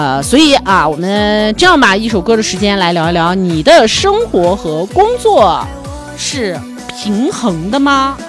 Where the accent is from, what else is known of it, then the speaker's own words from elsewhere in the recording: Xinjiang, China; 我们新疆人的热情